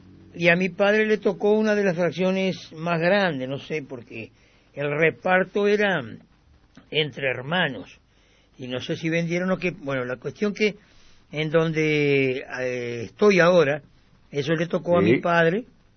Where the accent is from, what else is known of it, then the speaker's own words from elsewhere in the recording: Paysandú, Uruguay; Y nací acá en Paysandú, en La Heroica.